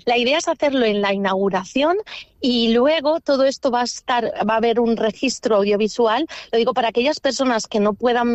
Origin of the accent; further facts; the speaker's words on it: Xàtiva, Valencian Community, Spain; moved away; y la gran mayoría de ellas, 20 y pico mujeres, somos de Xàtiva.